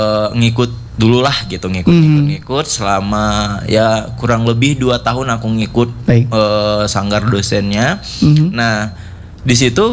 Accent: Payakumbuh, West Sumatra, Indonesia; now in Bandung, Indonesia; Nah, aku kan asalnya Payakumbuh. Nah, di situ aku wisuda, balik lagi ke Bandung

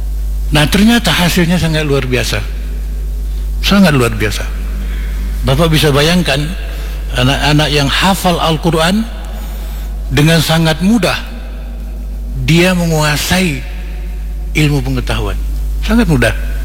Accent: Aceh, Indonesia; Saya bilang saya dari Indonesia, dari Aceh.

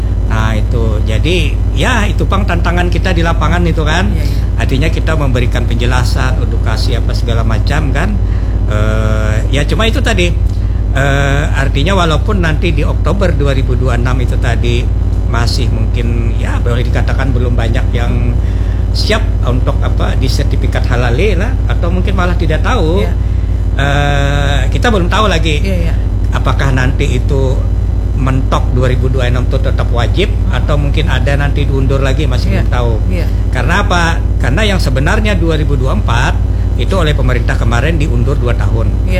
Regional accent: South Kalimantan, Indonesia; Nah itu artinya mau tidak mau hakun kada hakun kita orang Banjar tuh tetap lanjut.

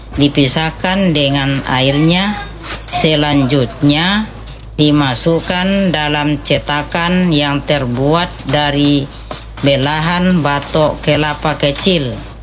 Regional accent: Langda, South Sulawesi, Indonesia; Saya dari Desa Langda, Kecamatan Buntu Batu, Kabupaten Cirekang.

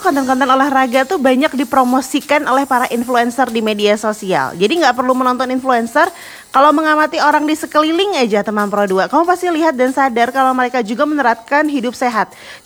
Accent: Bandung, West Java, Indonesia; now in Papua, Indonesia; aku lahir dan besar di Bandung

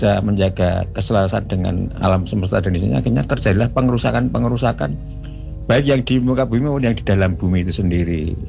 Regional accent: Java, Indonesia; Kemudian dengan sesaji ini saya juga sebagai orang Jawa juga memahami

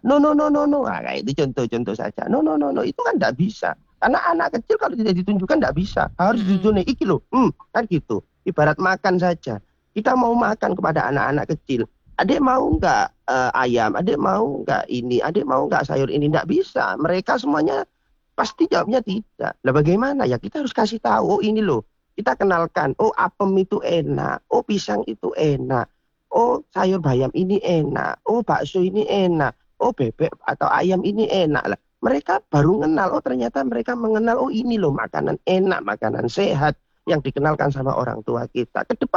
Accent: Indonesia; kita ini orang Indonesia, kita bukan orang Arab, kita orang Indonesia, kita bukan orang Chinese, kita orang Indonesia.

